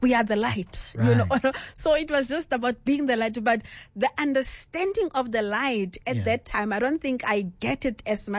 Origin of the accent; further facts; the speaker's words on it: Kimberley, Northern Cape, South Africa; also born or lived in Pampierstad; I was born in Pampierstad. I was born in Pampierstad. And then when my mom died, I went to Kimberley. Then I stayed with my dad and my stepmother.